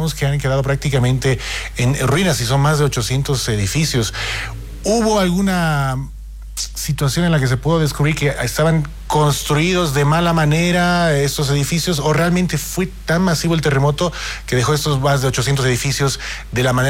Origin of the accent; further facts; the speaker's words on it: Bolivia; Como país resiliente que también somos los bolivianos